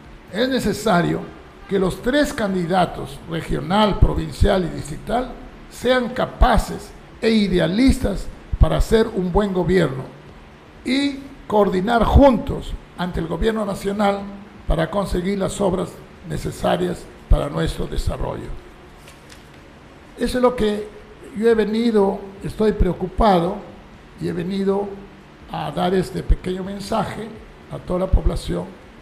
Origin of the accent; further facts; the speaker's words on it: Peru; nuestro Perú